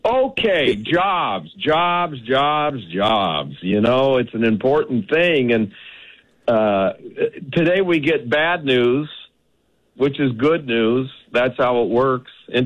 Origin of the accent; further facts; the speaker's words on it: San Diego, California, United States; a big aircraft carrier just left San Diego, California, my hometown, headed for where?